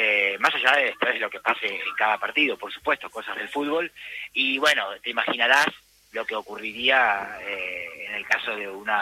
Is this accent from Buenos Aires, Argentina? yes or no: no; Entre Ríos, Argentina; Lo puedo decir porque no soy de Rosario. Yo no soy nacido en Rosario. Soy entrerriano, así que vengo con...